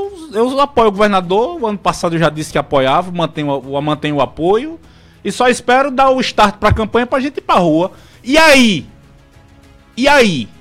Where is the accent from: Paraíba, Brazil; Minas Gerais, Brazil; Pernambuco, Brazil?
Paraíba, Brazil; Santa Rita; born there; nós, santarritenses